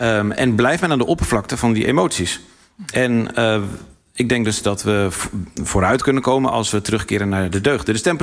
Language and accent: Dutch; Netherlands; Ik stel voor dat wij collectief als Nederlanders eerst even naar onszelf terug